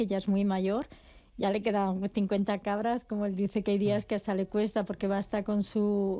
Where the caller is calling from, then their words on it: Ciudad Real, Castilla-La Mancha, Spain; yo soy manchega, de Ciudad Real